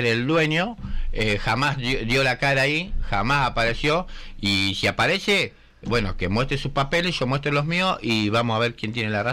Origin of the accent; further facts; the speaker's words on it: Bahía Blanca, Buenos Aires Province, Argentina; born there; moved away; also born or lived in Rosario, Santa Fe; Nacido en Bahía Blanca, pero siempre trabajé en Santa Fe